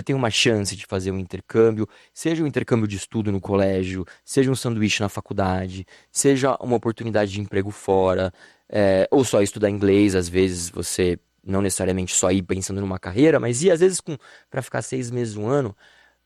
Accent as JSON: {"language": "Portuguese", "country": "Brazil", "said": "De onde você é? Aí, Brasil, Brasil!"}